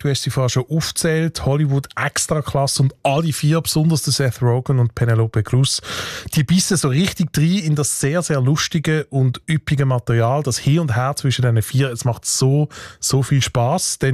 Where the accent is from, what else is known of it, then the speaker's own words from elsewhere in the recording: Switzerland; auch bei uns in der Schweiz.